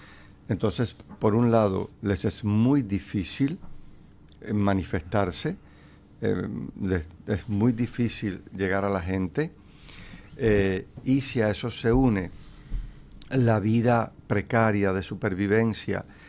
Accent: Cuba; now in Spain; yo crecí en Cuba. Y bueno, mis bisabuelos son gallegos, pero yo crecí en Cuba. Yo no crecí acá.

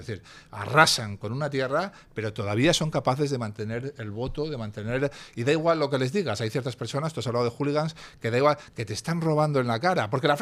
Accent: Asturias, Spain; A ver, yo soy asturiano, sé lo que hizo el PSOE en Asturias, acabaron con todo

